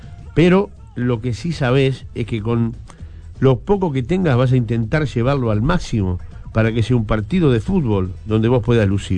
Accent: Uruguay; como somos los uruguayos, de apuntalar y de mirar.

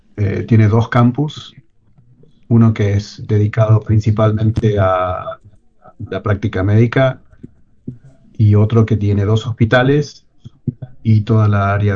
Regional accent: Argentina; moved away as an adult; Yo me fui de Argentina en la época de Menem, que era una época difícil para los futuros científicos.

